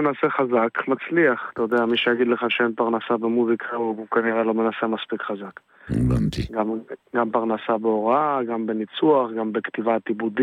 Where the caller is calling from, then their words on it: Bat Yam, Tel Aviv District, Israel; אני בן 26, אני מבת ים, אני מוזיקאי, בוגר תואר ראשון ותעודת הוראה במוזיקה ובניצוח.